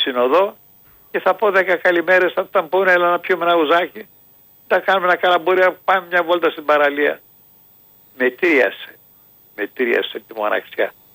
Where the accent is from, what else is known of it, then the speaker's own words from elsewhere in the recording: Athens, Attica, Greece; moved away as an adult; now in Kavala, Greece; το σπίτι μου, η οικογένειά μου, η δική μου είναι στην Αθήνα. Είμαι Αθηναίος. Εκεί νιώθω την Αθήνα, την νιώθω σπίτι μου